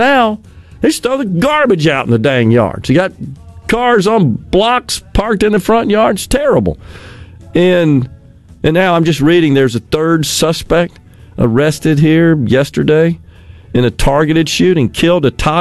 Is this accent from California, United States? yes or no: no; Jackson, Mississippi, United States; growing up in West Jackson. Didn't live far from where the zoo is located in Jackson